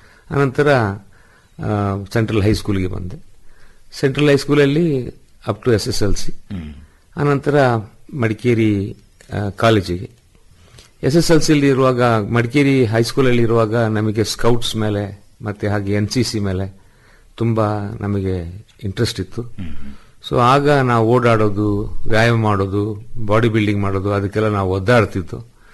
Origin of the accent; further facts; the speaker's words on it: Madikeri, Karnataka, India; born there; also born or lived in Titimati / Virajpet; ನಾವೆಲ್ಲ ಅಲ್ಲೇ ಹುಟ್ಟಿ ಬೆಳೆದಿದ್ದು